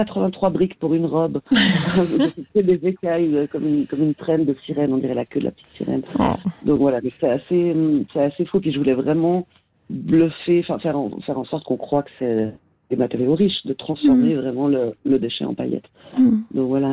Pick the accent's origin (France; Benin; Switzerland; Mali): Switzerland; Geneva; Je suis genevoise et toujours vécu à Genève, où le jardin botanique était.